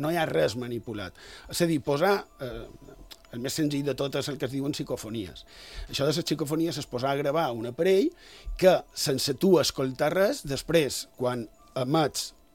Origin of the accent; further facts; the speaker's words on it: Palma, Balearic Islands, Spain; ja som de ciutat, som de Palma, però vaig tenir la sort d'haver pogut viscut també part de la meva infantesa a la ruralia.